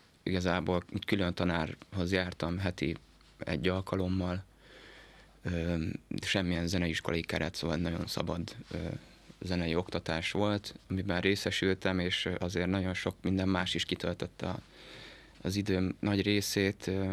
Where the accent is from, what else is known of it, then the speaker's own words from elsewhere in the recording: Budapest, Hungary; Budapesti vagyok, édesanyám réfülöpi származású, úgyhogy nekünk a Réfülöp egy ilyen bázis.